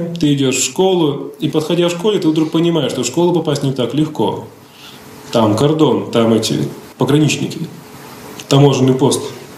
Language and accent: Russian; Komsomolsk-on-Amur, Khabarovsk Krai, Russia; Я вырос в Комсомольске-на-Амуре. Это город, который был построен на месте Амурлага. ГУЛАГ, Амурлаг. Там было 8 зон.